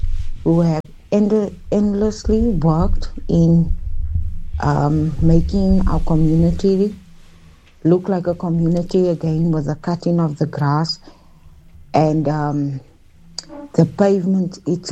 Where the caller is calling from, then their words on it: South Africa; I'm phoning from Rivoli